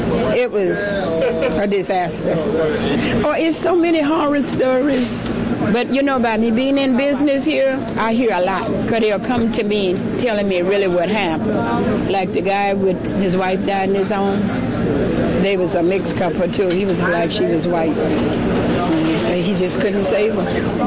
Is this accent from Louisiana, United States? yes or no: yes; New Orleans, Louisiana, United States; I was born in New Orleans, went to school. That's my roots. I have to go home.